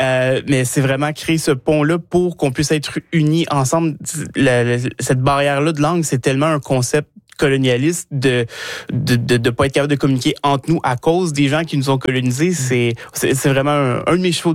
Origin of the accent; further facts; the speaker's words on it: Odanak, Quebec, Canada; now in Gatineau, Canada; Je viens d'Odanak, dans le centre du Québec, mais ça fait déjà presque 10 ans que je reste dans la région aussi.